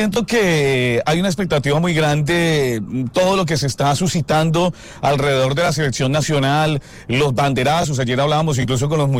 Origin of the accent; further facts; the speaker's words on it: Ibagué, Tolima, Colombia; Ustedes saben que yo soy de Ibagué y en Ibagué la pasamos muy bueno.